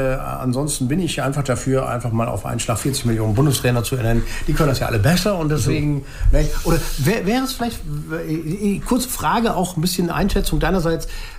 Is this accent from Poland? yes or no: no; Germany; als Deutsche